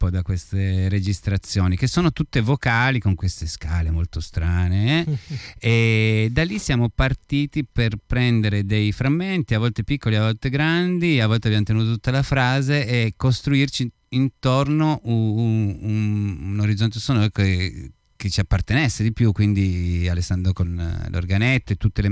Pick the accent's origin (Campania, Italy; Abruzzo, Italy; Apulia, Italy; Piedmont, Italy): Piedmont, Italy; Turin; born there; io sono nato a Torino